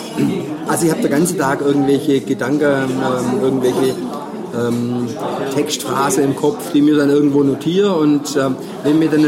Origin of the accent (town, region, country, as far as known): Baden-Württemberg, Germany; accent: Swabian